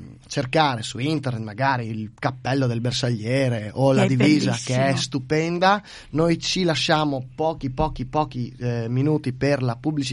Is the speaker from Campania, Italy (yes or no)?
no; Percoto, Friuli-Venezia Giulia, Italy; born there; perché cerco sempre di parlare un po' del mio paese, di Percoto